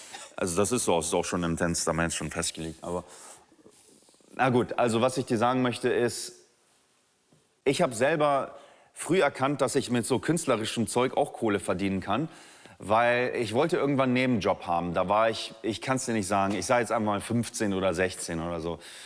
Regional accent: Northern Germany, Germany; born there; Also beide aus Polen und ich bin in Norddeutschland geboren schon.

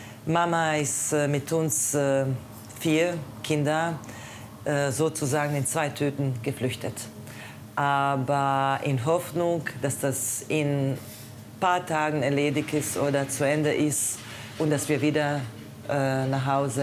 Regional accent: Dubrovnik, Dubrovnik-Neretva County, Croatia; German is a second language; now in Germany; Ich komme aus Kroatien, ich bin in Dubrovnik geboren.

